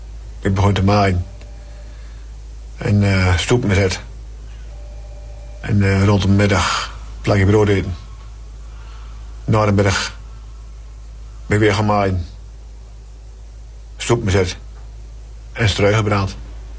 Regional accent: Waterland, North Holland, Netherlands; Ik kwam uit Waterland, Noord-Holland, bij Jan. Okay. De onderdroog van Amsterdam.

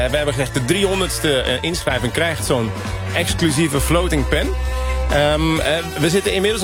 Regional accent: Overijssel, Netherlands; born there; moved away; dat is mijn geboortegrond.

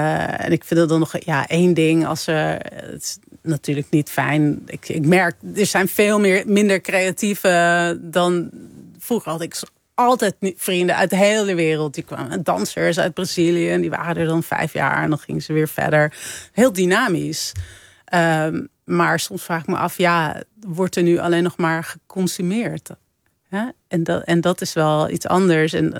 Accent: Amsterdam, North Holland, Netherlands; Toch een super Amsterdamse buurt. Ja, ik kom ook uit Amsterdam. Maar ik kom daar nooit.

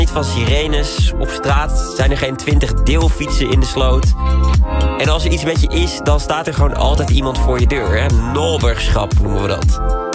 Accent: Hengelo, Overijssel, Netherlands; moved away; ik kom dus uit Hengelo. Maar het gekke is, hoe verder ik van Twente vandaan woon, hoe meer ik het mis.

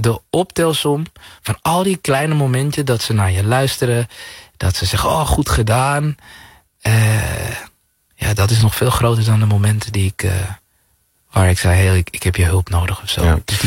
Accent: Zaandam, North Holland, Netherlands; de plek waar ik vandaan kwam, Zaandam, was niet de meest heilige plek.

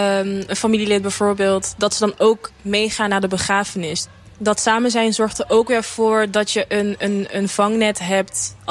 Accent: Netherlands; now in Amsterdam, Netherlands; wij als Nederlanders

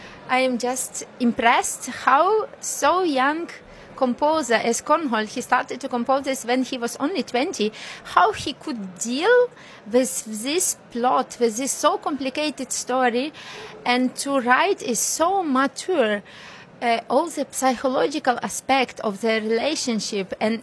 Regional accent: Ukraine; English is a second language; I'm from Ukraine, and we have now the same.

